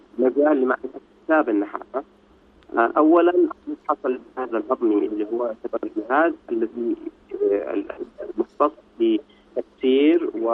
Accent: Yemen; وعندنا في اليمن غالبا السبب يكون وقات

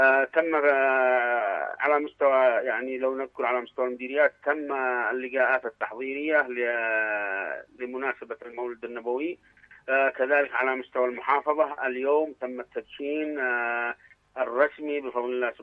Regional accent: Yemen; نحن كشعب يمني وكمسلمين

